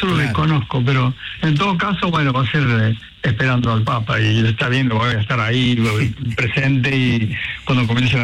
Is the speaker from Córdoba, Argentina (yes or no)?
yes; Córdoba, Argentina; la arquidiócesis de Córdoba, viste, siendo yo tan cordobés